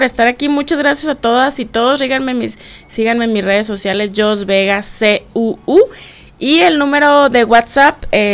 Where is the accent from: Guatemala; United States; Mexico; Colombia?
Mexico; Chihuahua; somos mexicanos, nacimos en México, hay que cuidar nuestro México, nuestro Chihuahua